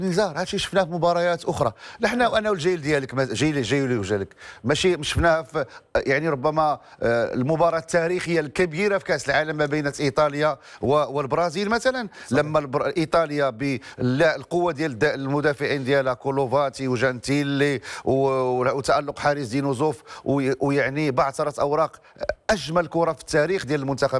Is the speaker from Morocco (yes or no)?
yes; Morocco; فخر لنا ايضا كمغاربه،